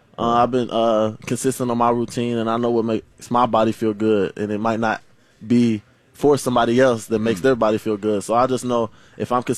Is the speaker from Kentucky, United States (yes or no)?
yes; Louisville, Kentucky, United States; Louisville, Kentucky.